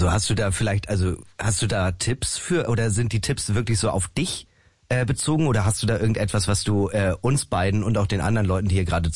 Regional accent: Schleswig-Holstein, Germany; Ja, ich komme aus Schleswig-Holstein, das hatte ich auch vorhin schon einmal kurz erzählt, und ich bin halt von der Kleinstadt, wo ich aufgewachsen bin, dann erstmal so ein bisschen für ein Studium

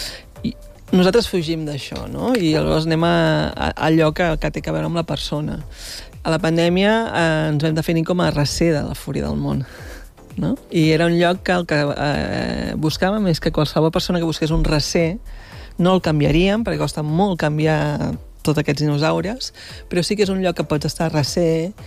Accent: Barcelona, Catalonia, Spain; moved away as an adult; now in Empordà, Spain; jo sóc de Barcelona, visc a l'Empordà, des que sóc director del festival

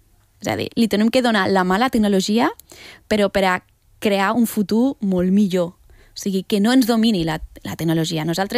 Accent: Catalonia, Spain; born there; I soc catalana, de cor, perquè jo he nascut aquí.

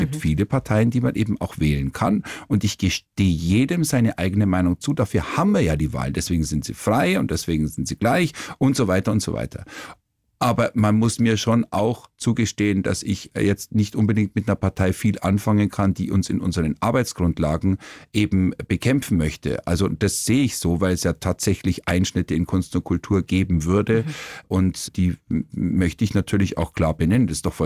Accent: Kaufbeuren, Bavaria, Germany; born or raised there

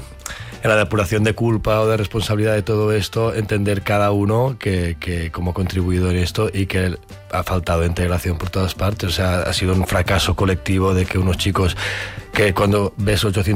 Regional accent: Catalonia, Spain; yo iba al colegio en el 90, en mi pueblo del Girona, de Empordà, había mucho racismo.

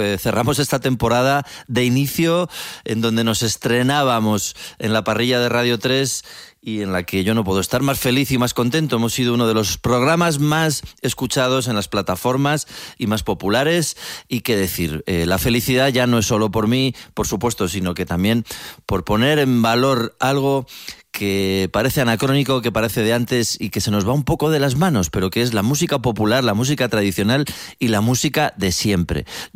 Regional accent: Castile and León, Spain; Y para los que somos castellanos, el momento de la siega era uno de los momentos más bonitos de la época estival, sobre todo cuando eras pequeño y no te tocaba segar.

